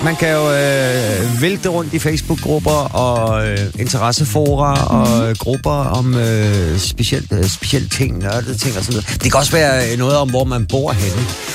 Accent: Aarhus, Central Denmark Region, Denmark; now in Valby, Denmark; Som aarhusianer, der har boet i Valby siden 1999, har jeg svært ved at forestille mig et bedre sted at bo

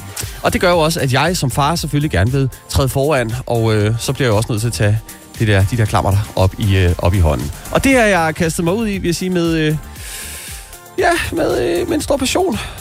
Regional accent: Region of Southern Denmark, Denmark; also born or lived in Copenhagen; Ja, vi flyttede dertil fra København, da jeg var cirka 5 år, og så boede jeg ellers dernede.

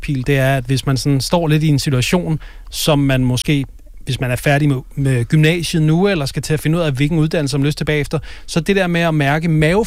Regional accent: Zealand, Denmark; moved away as an adult; also born or lived in Aarhus; now in Copenhagen, Denmark; jeg er fra en lille by ude ved Næstved, og jeg flyttede til Aarhus også for at studere, og så flyttede jeg til København efterfølgende.

